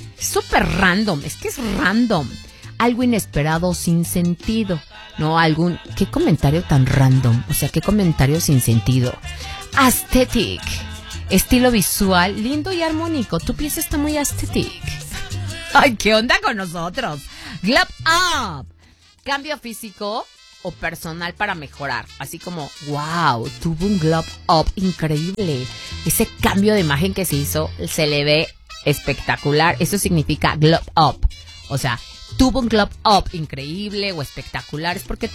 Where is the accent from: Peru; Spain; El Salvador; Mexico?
Mexico; O sea, somos mexicanos y todo en inglés.